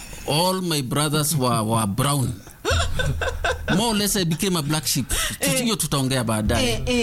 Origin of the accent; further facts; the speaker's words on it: Nairobi, Kenya; also born or lived in Nyeri; ni jamaa wa mtaa, nilizaliwa Jericho.